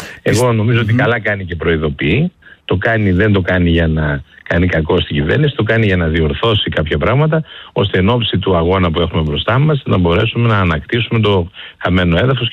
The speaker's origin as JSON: {"language": "Greek", "region": "Eastern Macedonia and Thrace", "country": "Greece", "said": "εγώ επισημαίνω που κατάγομαι και από την Ροδόμπη, οι αγρότες μας."}